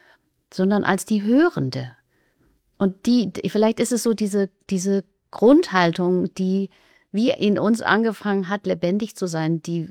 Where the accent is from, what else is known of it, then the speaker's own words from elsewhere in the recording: West Germany, Germany; Denn wir kommen aus Westdeutschland und wir merken, es ist wirklich nochmal, es braucht von uns nochmal so viel demütiges Hinhören